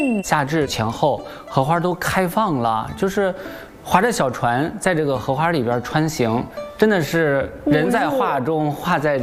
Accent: Baoding, Hebei, China; 我的老家在保定，那保定呢有白洋淀

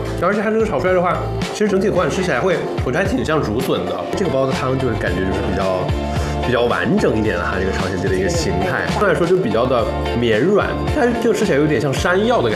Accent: Sichuan, China; 咱们四川人

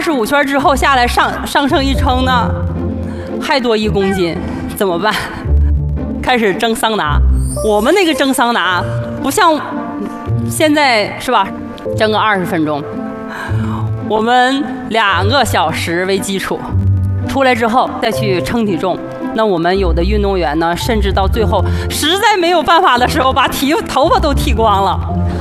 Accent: Fuxin, Liaoning, China; 我的家乡呢是在辽宁省阜新蒙古族自治县的一个小山村。从小呢，我跟其他小伙伴们一样，从田间地头玩耍，在追逐打闹当中成长。

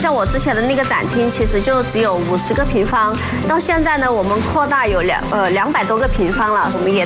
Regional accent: Rongjiang, Guizhou, China; 我就是个榕江土生土长的苗族姑娘

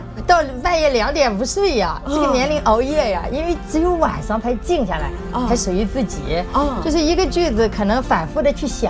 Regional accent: Shandong, China; 我的家乡现在是刚刚桃花落，已经开始结果子了，到夏天就可以吃到几百种品种的蜜桃了。山东闻一那个地方是桃花烂漫的一个地方，

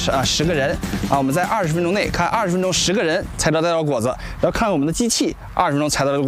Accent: Northeast China, China; accent: Northeastern Mandarin; 我们东北话就二次一个捡漏

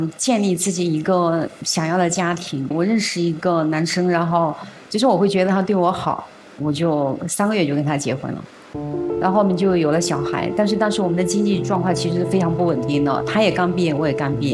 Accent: Hunan, China; 我出生在湖南一个非常偏僻的农村里面，我记得我小时候能听到外面的汽笛声，但我从来没有见过车长什么样子。

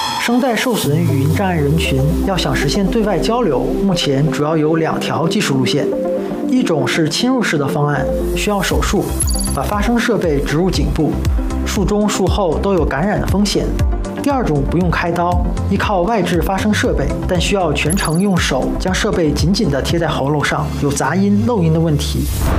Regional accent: Northeast China, China; 土生土长的东北人。我们东北人天生爱说话

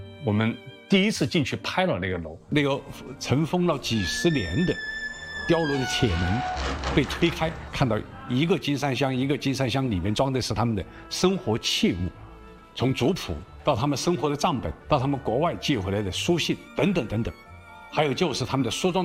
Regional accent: northern China, China; moved away as an adult; 我是一个北方人，开平话和台山话我们听起来特别吃力。

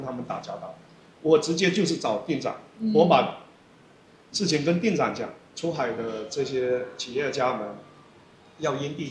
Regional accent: China; now in Vietnam; 按照我们中国人的话

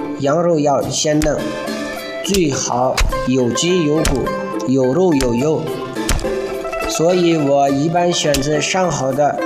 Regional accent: Xinjiang, China; 我们新疆人一是重油重肉

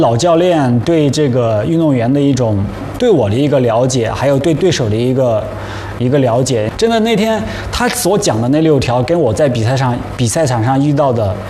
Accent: Yunnan, China; 因为我本身我是来自云南的小城市嘛，我觉得我本身我就是一个特别朴实、特别感恩的人，然后去了，到了北京，到了首都了

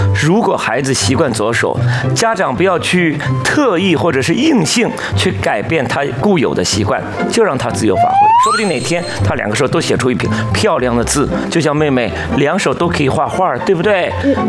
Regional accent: China; 我们中国人的骄傲

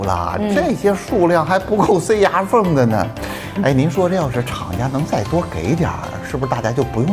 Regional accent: Xuzhou, Jiangsu, China

